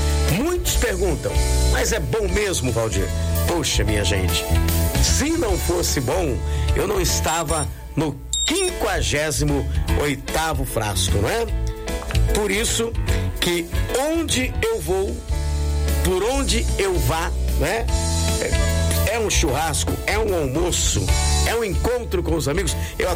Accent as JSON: {"language": "Portuguese", "town": "Descalvado", "region": "São Paulo", "country": "Brazil", "tie": "born or raised there", "said": "Em Descalvado, minha terra querida, amada e inesquecível"}